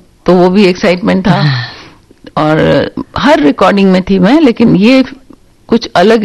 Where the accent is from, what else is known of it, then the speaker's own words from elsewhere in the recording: Varanasi, Uttar Pradesh, India; accent: Banarasi; moved away; मैं बनारस में की पैदाइश हूँ।